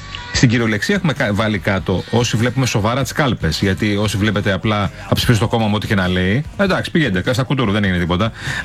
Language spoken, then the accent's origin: Greek; Edessa, Central Macedonia, Greece; Ξέρεις ότι είμαι από την Έδεσα, εγώ, το μισός, έτσι.